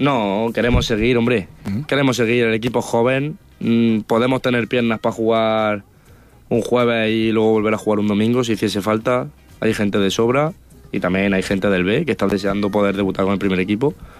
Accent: Villena, Valencian Community, Spain; yo sí que seguía al Villena, al final sigue siendo el equipo de mi pueblo.

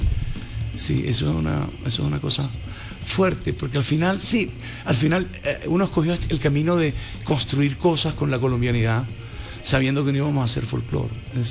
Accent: Puerto Rico; Ah, puñeta, es que vengo de Puerto Rico.

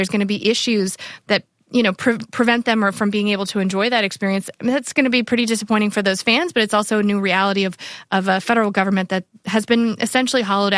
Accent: North Carolina, United States; I'm from North Carolina. We are deeply familiar with the intensity and ferocity in which these storms can roll in.

